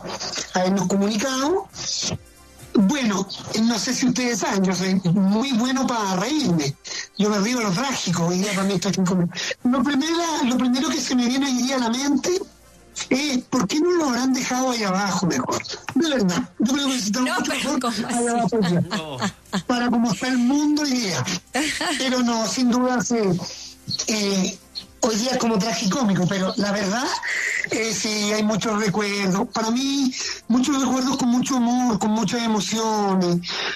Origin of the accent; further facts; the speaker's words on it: Chile; éramos 32 mineros chilenos y un minero boliviano.